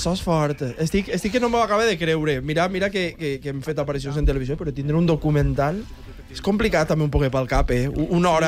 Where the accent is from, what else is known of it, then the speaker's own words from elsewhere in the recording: Valencian Community, Spain; moved away; en el meu poble, a València